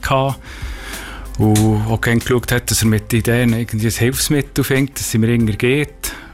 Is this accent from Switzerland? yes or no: yes; Schangnau, Bern, Switzerland; Ich bin im Schangnau aufgewachsen, in einer Schreinerei.